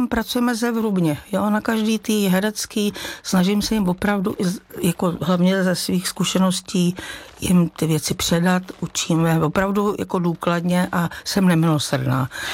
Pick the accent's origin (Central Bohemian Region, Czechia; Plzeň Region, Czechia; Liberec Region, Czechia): Central Bohemian Region, Czechia; Rakovník; Tak já jsem vyrůstala v trošku jiné době a vyrůstala jsem vlastně částečně u babičky v Rakovníku